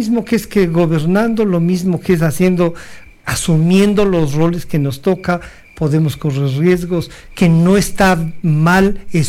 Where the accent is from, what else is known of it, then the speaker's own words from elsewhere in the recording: Ecuador; El Ecuador somos así.